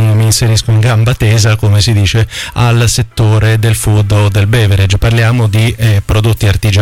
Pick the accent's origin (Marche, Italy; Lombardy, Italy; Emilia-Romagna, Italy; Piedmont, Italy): Marche, Italy; lo dico non solo come marchigiano